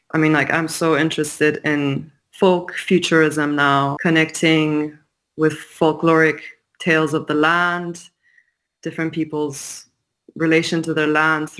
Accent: Tehran, Tehran Province, Iran; moved away; growing up in Tehran

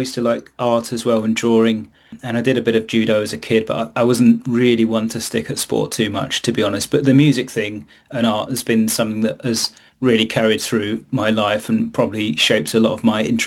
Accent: Bexley, London, United Kingdom; also born or lived in Greenwich / Nice; So I was born in Greenwich originally, which is the borough I currently live in, but I spent much of my early life in Greater London in a borough called Bexley.

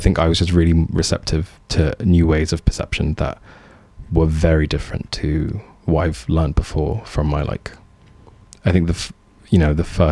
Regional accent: Coventry, West Midlands, United Kingdom; I'm from Coventry, I'm Libyan

